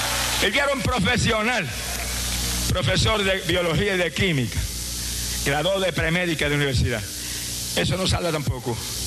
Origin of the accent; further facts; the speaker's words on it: Puerto Rico; Yo era una estrella en el deporte en mi país.